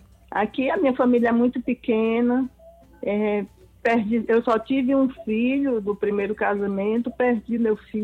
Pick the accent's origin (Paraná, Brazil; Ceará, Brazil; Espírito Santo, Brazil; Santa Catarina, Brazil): Ceará, Brazil; born there; also born or lived in Santa Brígida, Bahia; now in Maranguape, Brazil; Viemos embora para o Ceará, num pau de arara, eu ainda era pequenininha, que meu pai veio a trabalho. E aqui nós ficamos